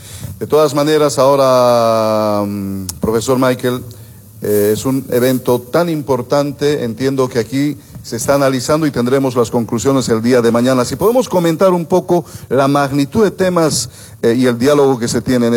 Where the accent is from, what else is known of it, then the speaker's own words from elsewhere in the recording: Cami, Cochabamba, Bolivia; Hasta de mi pueblo ahí, presidente. Cami, Ayopaya.